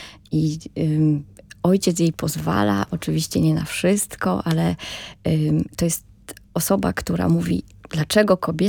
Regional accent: Opole Voivodeship, Poland; born there; Nie jestem Ślązaczką. Urodziłam się oczywiście na Śląsku, jednak moja rodzina przybyła na ten Śląsk w 1945 roku. Jedna babcia z Warszawy, druga babcia z Lwowa, więc byłam potomkinią osadników.

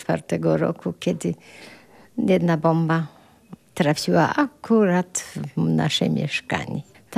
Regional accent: Warsaw, Masovian Voivodeship, Poland; Dorastałam w domu pod królami.

